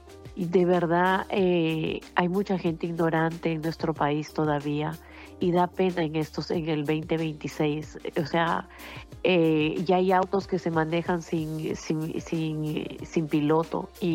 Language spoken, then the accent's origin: Spanish; Peru; moved away; yo soy peruana